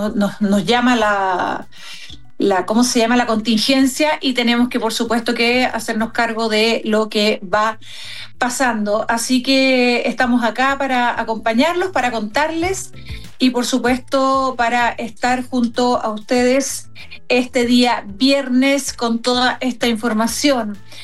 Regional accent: Osorno, Los Lagos, Chile; now in Santiago, Chile; Soy sureña, soy de Osorno, estoy acostumbrada a la lluvia

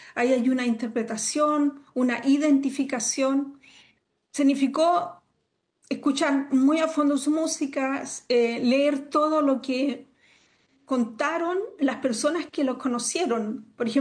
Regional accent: Chile; moved away; yo después de 40 años de vivir fuera de Chile sigo siendo chilena. Y sigo sintiéndome como chilena y sigo yendo muchísimo a Chile

